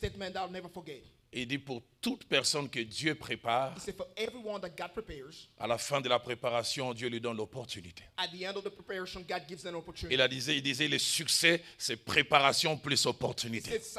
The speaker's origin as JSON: {"language": "French", "region": "Kinshasa", "country": "DR Congo", "said": "Chez nous à Kinshasa, on disait ramasser, ce n'est pas voler."}